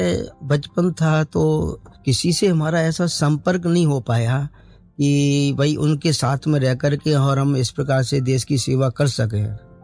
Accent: Porsa, Madhya Pradesh, India; और मैं Bhopal zone Porsa Madhya Pradesh MP से निकला हुआ हूँ। एज मेरी 51 है अभी।

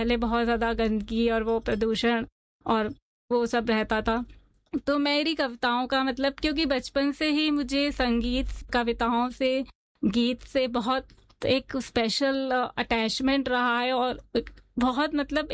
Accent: Kanpur, Uttar Pradesh, India; मैं basically UP Kanpur की रहने वाली हूँ, और हमारे यहाँ जैसे गंगा नदी है

